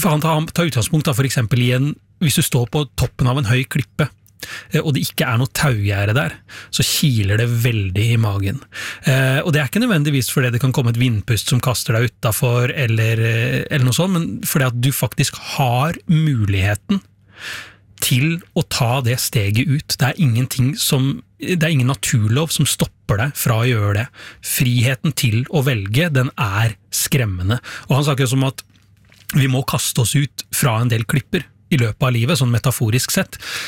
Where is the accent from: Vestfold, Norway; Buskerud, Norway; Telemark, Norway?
Telemark, Norway; Porsgrunn; det var cup hjemme i Porsgrunn. Jeg var kanskje 11-12 år gammel